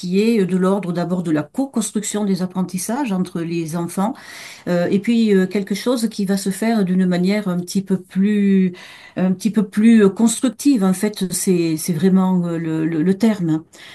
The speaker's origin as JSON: {"language": "French", "town": "Montpellier", "region": "Occitanie", "country": "France", "said": "Je suis de l'Hérault, je suis montpelliéraine."}